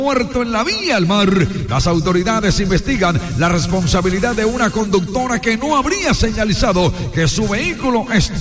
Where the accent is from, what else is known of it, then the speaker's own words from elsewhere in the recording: Colombia; ¿Qué es lo que más nos une como colombianos y qué es lo que más nos divide?